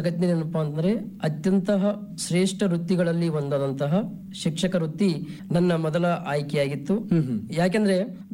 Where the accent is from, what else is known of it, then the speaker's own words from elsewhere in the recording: Kodla, Karnataka, India; ನಾನು ಕಲಬುರಗಿ ಜಿಲ್ಲೆಯ ಸೇಡಂ ತಾಲೂಕಿನ ಕೋಡ್ಲಾ ಗ್ರಾಮದಲ್ಲಿ ಜನಿಸಿದ್ದು 4 April 1992.